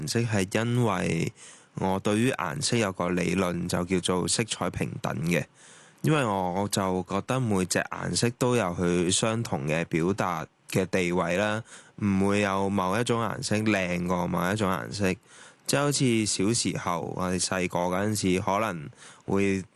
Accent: Hong Kong; 我哋香港人

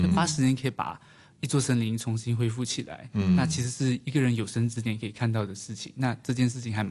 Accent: Malaysia; 我是来自马来西亚的

